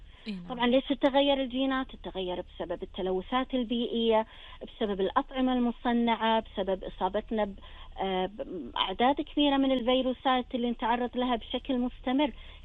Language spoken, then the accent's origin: Arabic; Kuwait; عندنا بالكويت